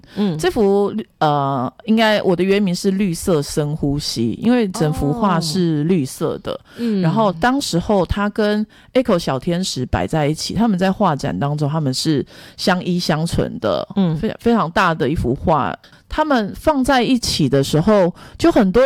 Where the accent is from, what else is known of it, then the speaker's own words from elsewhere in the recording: Taichung, Taiwan; now in Singapore; 我以为我一开始会办在我的家乡台中。嗯，我是台中人。